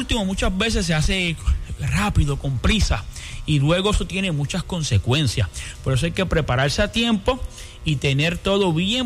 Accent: Puerto Rico; yo sé que somos puertorriqueños, hispanos

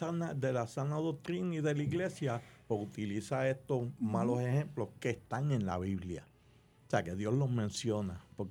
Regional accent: Puerto Rico; yo soy boricua

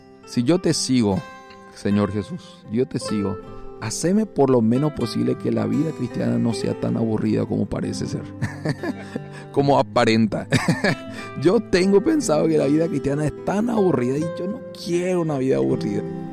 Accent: Asunción, Paraguay; Yo nací, me crié en Asunción por gran parte de mi vida. Yo soy asunceno de Paraguay.

